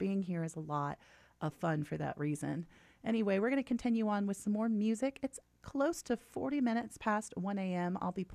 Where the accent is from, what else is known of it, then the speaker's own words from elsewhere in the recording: Tennessee, United States; now in Colorado, United States; I'm originally from Tennessee. I love Chicago.